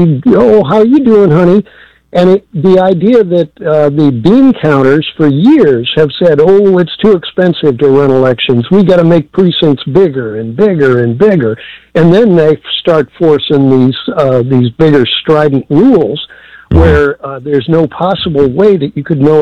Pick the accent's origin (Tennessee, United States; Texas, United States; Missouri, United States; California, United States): Missouri, United States; Webster Groves; I was raised in Missouri. I was in Webster.